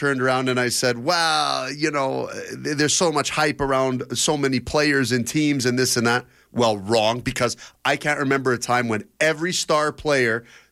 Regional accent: Canada; Now, being a Canadian, it's nice to see not only Canada there

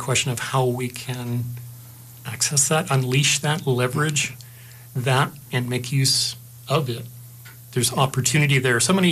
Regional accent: Calgary, Alberta, Canada; Even for people who were born in this country, as I was, and actually born and raised in Calgary, and I'm 62 years old now

